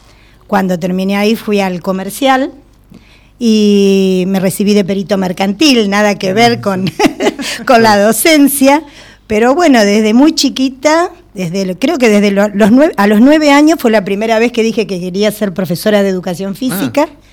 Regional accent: Zárate, Buenos Aires Province, Argentina; soy oriunda de Zárate.

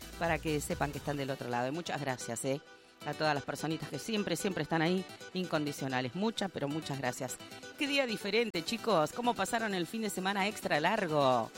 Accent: Argentina; Somos así los argentinos

